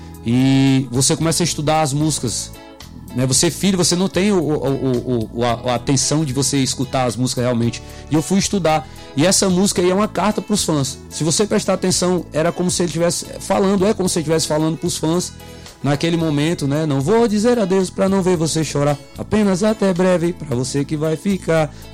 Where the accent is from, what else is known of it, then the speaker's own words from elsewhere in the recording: Rio de Janeiro, Brazil; todos nós somos cariocas, né?